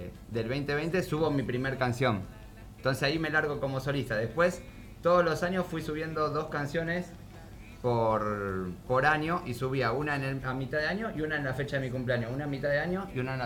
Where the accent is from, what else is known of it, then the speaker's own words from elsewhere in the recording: Quilmes, Buenos Aires Province, Argentina; de Zona Sur, de Quilmes.